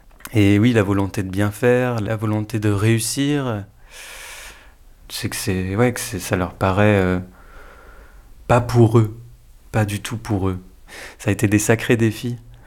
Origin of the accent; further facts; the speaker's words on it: Nantes, Pays de la Loire, France; moved away; j'ai 31 ans, je suis originaire de Nantes